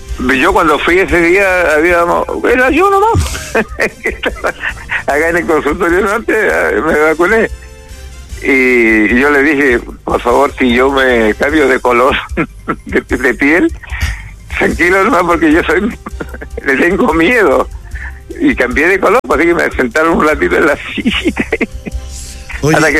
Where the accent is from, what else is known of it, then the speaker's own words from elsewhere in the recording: Chile; ¿Somos así los chilenos?